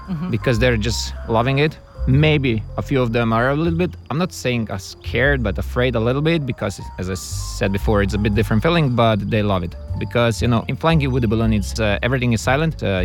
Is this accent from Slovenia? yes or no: yes; Celje, Savinja, Slovenia; English is a second language; I'm coming from Celje, and I'm a balloon pilot.